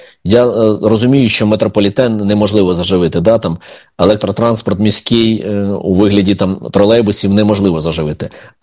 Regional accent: Kyiv, Ukraine

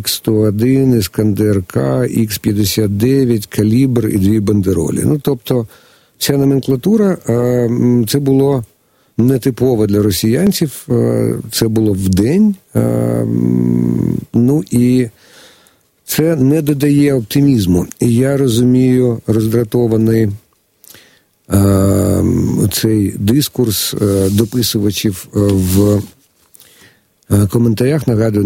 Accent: Kyiv, Ukraine; Я як киянин

